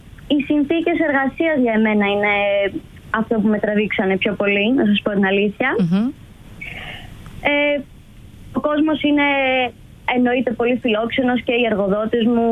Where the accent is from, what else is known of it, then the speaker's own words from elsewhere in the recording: Greece; also born or lived in Netherlands; now in Seville, Spain; φεύγοντας από την Ελλάδα νιώθω ότι μου δίνονται μεγαλύτερες πιθανότητες να εκπροσωπήσω πιο περήφανα την πατρίδα μου.